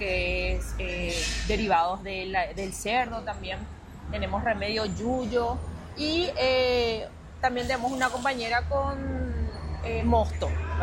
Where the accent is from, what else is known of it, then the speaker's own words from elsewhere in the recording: Areguá, Central, Paraguay; Nosotros somos, la mayoría somos de Central. Tenemos gente de, en mi caso soy de Areguá